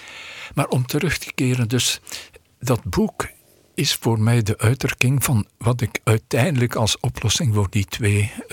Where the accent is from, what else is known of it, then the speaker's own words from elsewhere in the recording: Poperinge, Flanders, Belgium; now in Netherlands; Ik ben uit Poperingen. Dat ligt vlakbij Ypres, maar eigenlijk vlakbij de Franse grens. En dat heeft mijn jeugd zeer getekend. Ik heb altijd aan mensen gezegd, ik ben geboren tussen 2 abdijen.